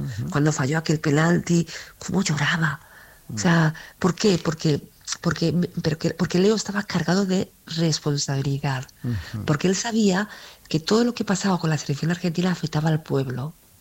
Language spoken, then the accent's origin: Spanish; Spain; soy española, no soy argentina.